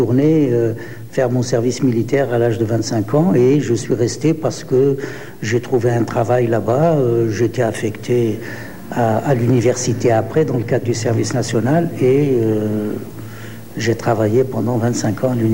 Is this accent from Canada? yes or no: no; France; also born or lived in Algeria; l'âge de 25 ans, donc j'ai grandi en France, je suis retourné à l'âge de 25 ans, j'ai travaillé en Algérie jusqu'à l'âge de 50 ans et je suis revenu en France dans les années 90.